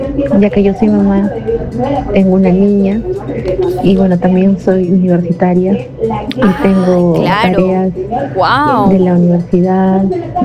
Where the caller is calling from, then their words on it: Lima, Peru; soy de Villa Salvador.